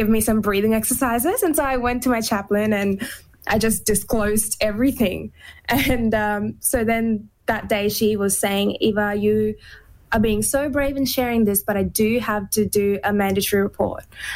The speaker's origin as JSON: {"language": "English", "country": "India", "tie": "born or raised there", "moved": "yes", "said": "I think firstly, with growing up in India, I had disclosed my abuse to three adults in three different scenarios."}